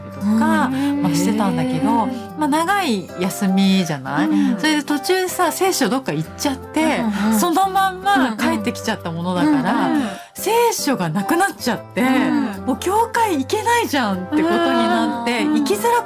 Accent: Chiba, Japan; born there; 私は本当に千葉県の片田舎で生まれて、うん、それで両親も仏教徒だし

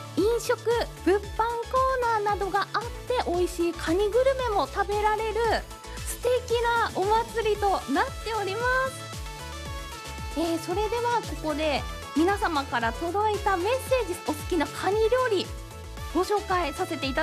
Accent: Hokkaido, Japan; now in Abashiri, Japan; 私…も東別町の出身でしたので

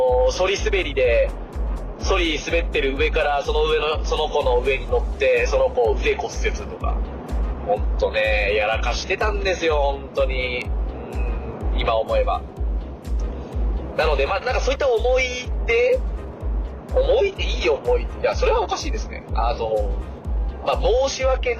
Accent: Hokkaido, Japan; まあ私十勝出身なので、筑紫幼稚園から、稲田小学校で南町中学校、そこから、コンサドーレ札幌のユースに行くということで親元を離れて、寮生活という形で

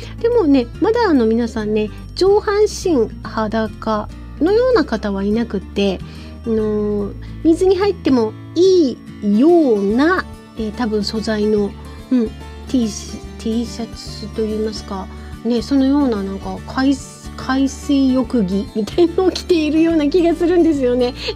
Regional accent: Furano, Hokkaido, Japan; 私のふるさと の富良野

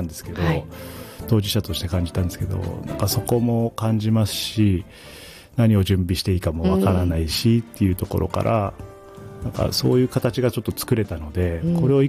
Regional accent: Maebashi, Gunma, Japan; この前橋で生まれ育って、

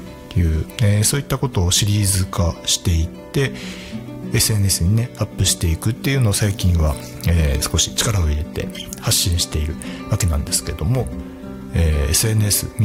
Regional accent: Hokkaido, Japan; 美しい洞爺湖畔で普段ね生活をして、そして美しい自然がいっぱいの北海道で生まれ育って、そして今もね北海道で生活している

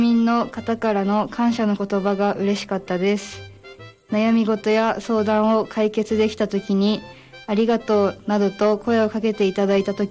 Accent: Daisen, Akita, Japan; 私は20歳で、出身地は大仙市大曲です。

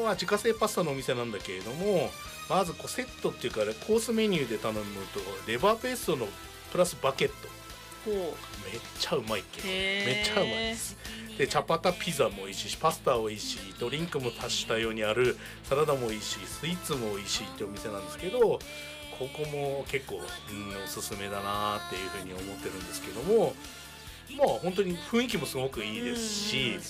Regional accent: Sendai, Miyagi, Japan; moved away; 僕仙台人

